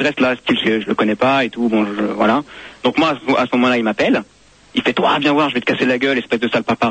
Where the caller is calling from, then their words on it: France; je suis français